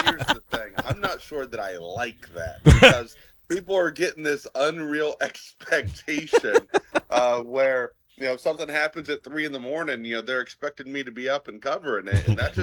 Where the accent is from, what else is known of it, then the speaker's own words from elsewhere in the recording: Ohio, United States; moved away; But, you know, I'm from Carroll County initially.